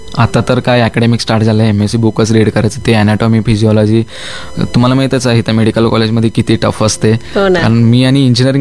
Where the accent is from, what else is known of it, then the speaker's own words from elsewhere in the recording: Chandur, Karnataka, India; मी चायनाला जाऊपर्यंत मी चंदूरचा आहे म्हणून कोणाला माहीत नव्हतं.